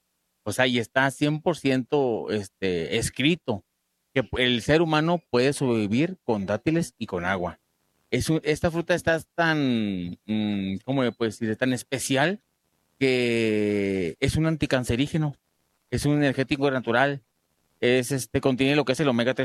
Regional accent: Mexicali, Baja California, Mexico; Sí, yo vengo, como digo, vengo del Valle de Mexicali, estamos pues, en Baja California, de punta a punta.

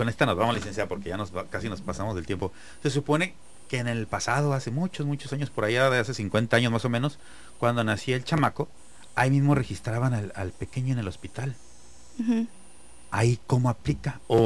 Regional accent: Tijuana, Baja California, Mexico; born there; Yo nací en Tijuana, gracias a Dios.

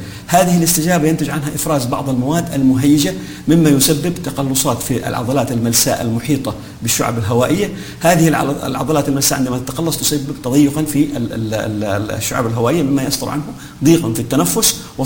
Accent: Hadhramaut, Yemen; accent: Hadhrami; أو خلينا نتكلم بالدارجة الحضرمية، عنيطة.

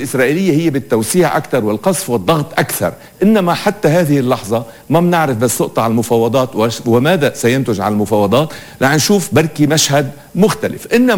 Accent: Lebanon; نحن كلبنانيين

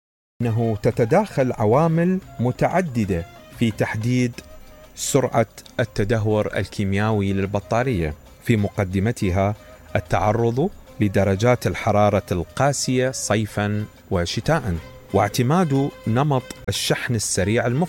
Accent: Iraq; وهذه احنا ما متوفرة عندنا بالعراق

